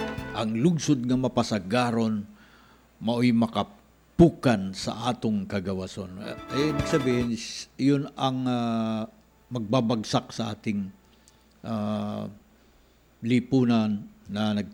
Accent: Davao, Davao Region, Philippines; Kasi lumaki ako sa Mindanao, a place where Cebuano language or dialect is the most popular, Davao.

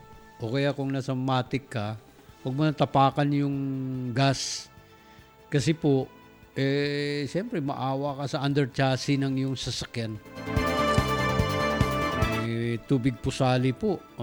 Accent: Davao, Davao Region, Philippines; Ba, doon sa amin sa Davao, pati yung uod sa ilalim ng puno ng niyog, tawag namin doon ay batud sa Bisaya.

